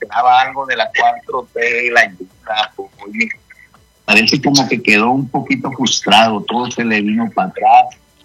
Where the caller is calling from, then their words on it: Las Vegas, Nevada, United States; Y de Las Vegas